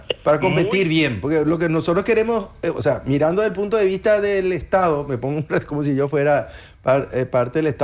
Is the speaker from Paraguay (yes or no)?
yes; Paraguay; Como paraguayo, nos gustaría que ustedes den buenos precios